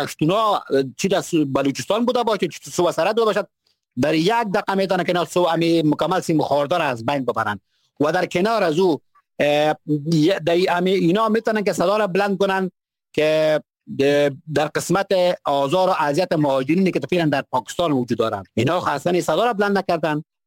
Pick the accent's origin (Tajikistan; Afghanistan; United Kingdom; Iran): Afghanistan; ما افغان هستیم از افغانیت خود از کشور خود دفاع بکنیم